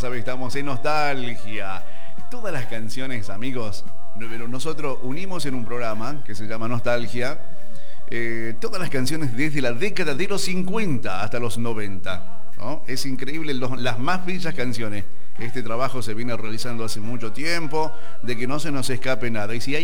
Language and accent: Spanish; Argentina